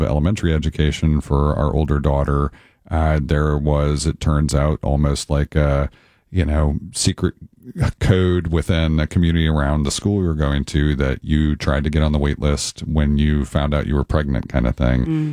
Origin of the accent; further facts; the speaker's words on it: Nashville, Tennessee, United States; growing up in Nashville, I benefited from both home based childcare and on site childcare at childcare facilities.